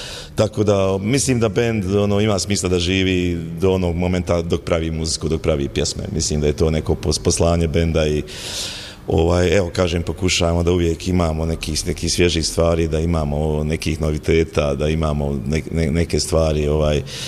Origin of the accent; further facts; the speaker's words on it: Bosnia & Herzegovina; to je kod nas u Bosni česta ta sintagma.